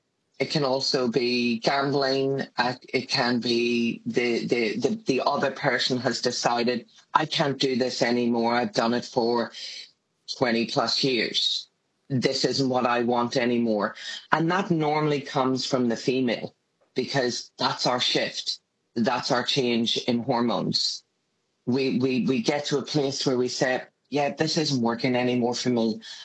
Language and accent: English; Northern Ireland, United Kingdom; We tend to not want to work at them the same way that maybe I grew up in Northern Ireland.